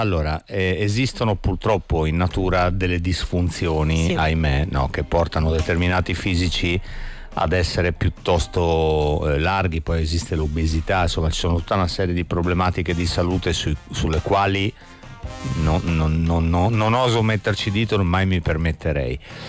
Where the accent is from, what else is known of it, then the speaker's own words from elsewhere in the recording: Japan; Da giapponese che sono